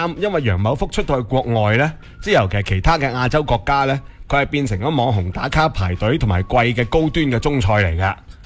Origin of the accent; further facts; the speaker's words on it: Guangdong, China; 我哋廣東人